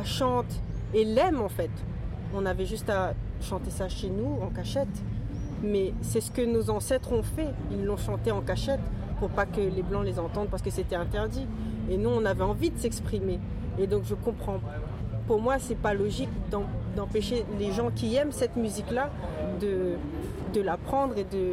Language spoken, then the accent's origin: French; Réunion; Pour moi, en tant que réunionnaise, la musique, ça représente l'amour.